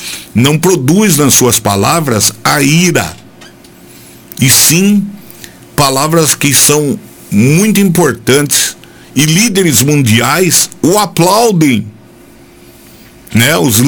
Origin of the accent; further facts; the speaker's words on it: Brazil; Eu, como brasileiro, fico orgulhoso disso.